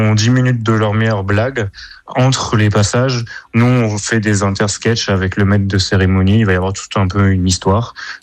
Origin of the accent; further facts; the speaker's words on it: Auvergne-Rhône-Alpes, France; moved away as an adult; now in Marseille, France; Je suis né à Tournon-sur-Rhône et j'ai grandi à Saint-Romain-des.